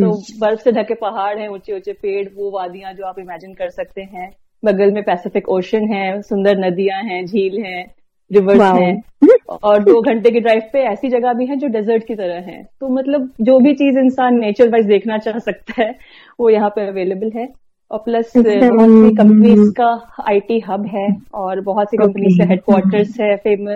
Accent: Ranchi, Jharkhand, India; also born or lived in Varanasi / Bangalore; जी, रांची से हूँ, झारखंड से, और मेरी मम्मी पापा भी वहीं रहते हैं. और मगर ऐसे कोई पूछता है ना मुझे कि मैं कहाँ से हूँ, तो एक तरह से आइडेंटिटी क्राइसिस हो जाती है क्योंकि मैं इतने शहरों में रह चुकी हूँ.

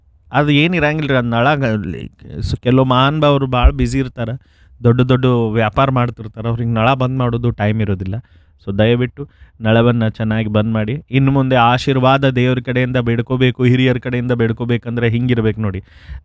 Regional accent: Belagavi, Karnataka, India; And ನಾನು ಬಾಲ್ಯದಿಂದ ನೋಡ್ತಾ ಬಂದಿದ್ದೇನೆ ನನ್ನ ಪ್ರೀತಿಯ ಬೆಳಗಾವಿ, ಕುಂದಾನಗರಿ ಬೆಳಗಾವಿ ಅಂತಿದ್ವಿ ನಾವು.

